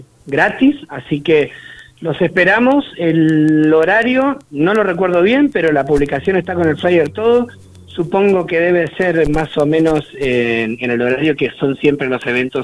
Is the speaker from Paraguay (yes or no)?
no; Pico Truncado, Santa Cruz, Argentina; yo me crié acá en Pico Truncado